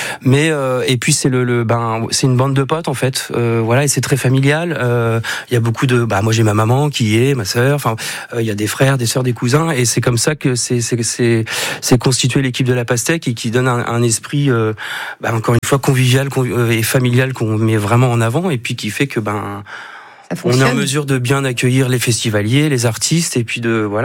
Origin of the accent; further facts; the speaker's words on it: Centre-Val de Loire, France; par chez nous, dans le Grand Lochois, le sud Touraine.